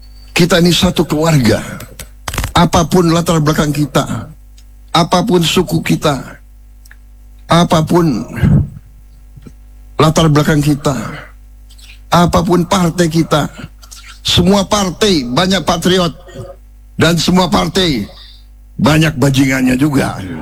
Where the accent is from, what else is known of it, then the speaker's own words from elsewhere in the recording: Jakarta, Indonesia; born there; Bahasa Betawi. Memang saya lahir di Betawi. Jadi maaf kalau saya semangat, saya kata-kata Betawi keluar.